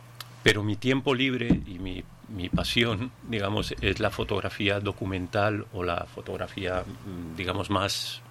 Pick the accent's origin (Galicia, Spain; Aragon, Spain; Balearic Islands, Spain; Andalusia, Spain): Balearic Islands, Spain; Baleares, del lugar de donde vengo, o España